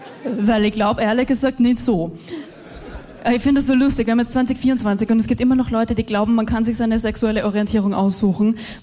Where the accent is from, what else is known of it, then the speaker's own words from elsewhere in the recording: Vienna, Austria; Na, ich komme aus Wien für alle, die noch nie in Wien waren.